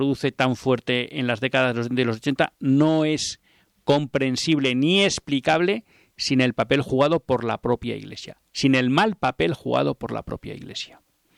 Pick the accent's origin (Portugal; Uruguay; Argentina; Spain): Spain; soy patriota español